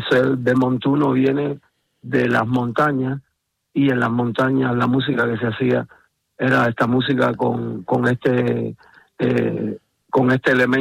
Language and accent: Spanish; Cuba